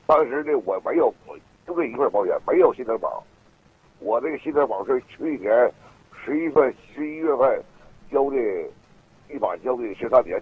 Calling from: Beizhen, Liaoning, China; 北镇县富顺乡七里村的，

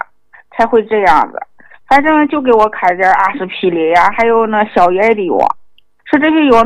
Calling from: Shaanxi, China; 啊，我是陕西的一个水患者

